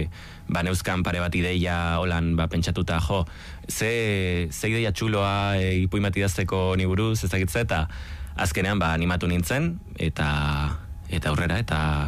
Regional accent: Vitoria-Gasteiz, Basque Country, Spain; ni gasteiztarra naiz, ni kalekumea naiz ere bai

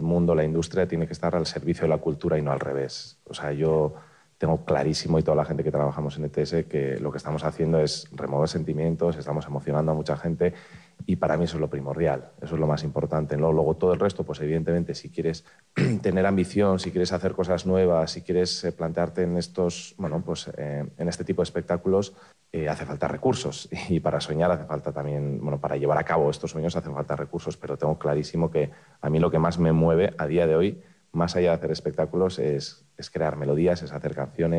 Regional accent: Yécora, Basque Country, Spain; born there; also born or lived in Vitoria-Gasteiz; Encerrado en mi habitación, en Yécora, en mi pueblo, en Gasteiz

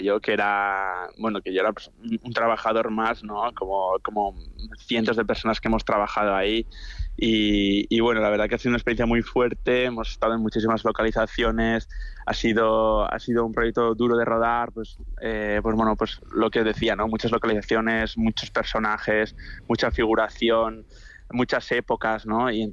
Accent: Navarre, Spain; Yo siendo navarro

